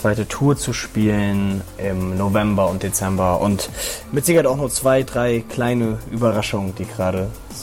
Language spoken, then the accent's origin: German; Hamburg, Germany; Ich komme aus dem wunderschönen Hamburg.